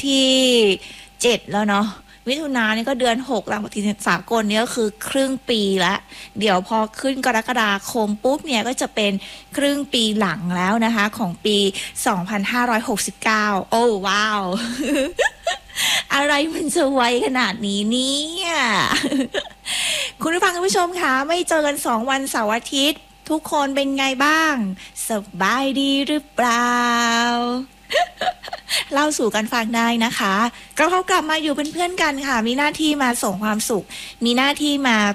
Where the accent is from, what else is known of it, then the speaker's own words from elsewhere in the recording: Southern Thailand, Thailand; ถึงแม้ว่าเราจะไม่ได้เป็นเด็กกรุงเทพนะคะเราไม่ใช่คนกรุงเทพนะเราเป็นคนใต้เทสใต้สายใต้